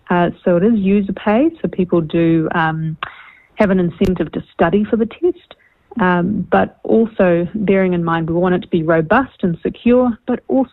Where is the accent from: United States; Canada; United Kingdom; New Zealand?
New Zealand